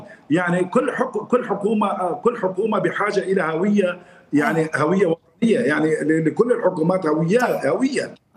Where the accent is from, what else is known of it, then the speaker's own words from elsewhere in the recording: Kurdistan, Syria; نحن مثلا ككرد